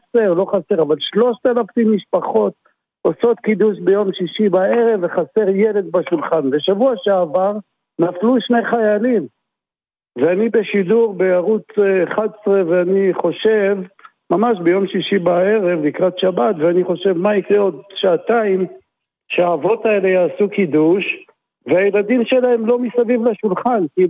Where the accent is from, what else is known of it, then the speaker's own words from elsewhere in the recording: Beit Shemesh, Jerusalem District, Israel; אני גדלתי בבית שמש